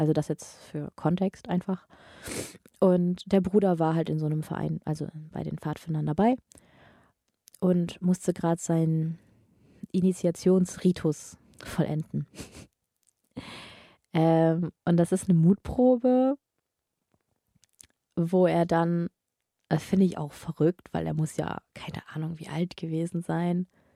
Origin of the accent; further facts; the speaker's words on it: Oldenburg, Lower Saxony, Germany; ich komme ja aus Oldenburg